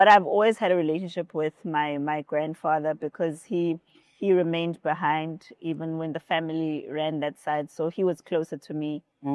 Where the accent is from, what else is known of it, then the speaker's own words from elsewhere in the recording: Durban, KwaZulu-Natal, South Africa; also born or lived in Eshowe, KwaZulu-Natal / KwaMashu; I'm a young lady, grew up in Durban. Well, I was born in KZN, Ishowe, which is like a homestead.